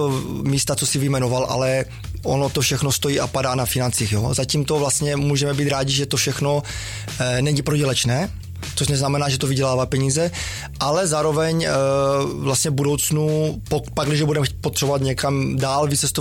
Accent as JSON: {"language": "Czech", "region": "Crete", "country": "Greece", "tie": "born or raised there", "said": "Tak na Kretě to je vlastně velice jednoduché pro mě, byť mám samozřejmě přízvuk a každý pozná, že nejsem z tama, ale tím, že tam vlastně jako vyrůstal jsem, jezdím tam každé léto"}